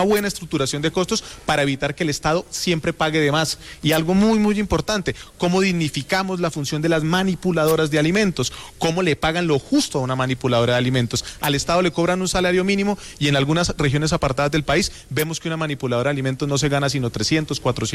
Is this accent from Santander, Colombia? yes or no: yes; Vélez, Santander, Colombia; Sí, me gusta el chiste, sé coplas, porque yo soy de Vélez, Santander, de la provincia.